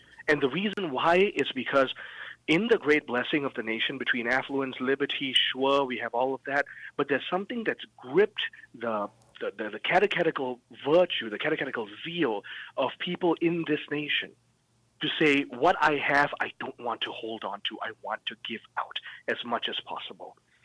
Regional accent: Kuala Lumpur, Malaysia; English is a second language; Because as most of you know, Debbie and Ron know this about me, I'm from Kuala Lumpur, Malaysia. I shouldn't be Catholic right now.

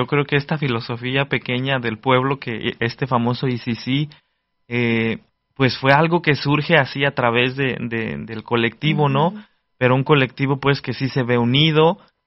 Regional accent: Mexico; este sentido de unidad, que ya sabemos que sí tenemos los mexicanos

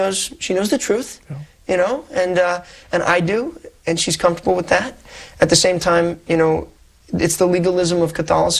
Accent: Columbus, Ohio, United States; Born and raised in Columbus, Ohio.

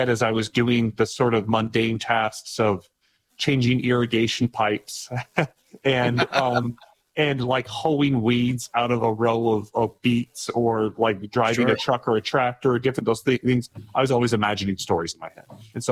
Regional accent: Burley, Idaho, United States; So I grew up in Idaho in a family of 9 kids, very conservative family.

